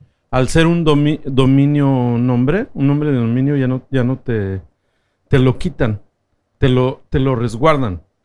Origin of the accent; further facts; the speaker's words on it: Mexico; yo vengo de México y en México está en una campaña en contra de toda la inteligencia artificial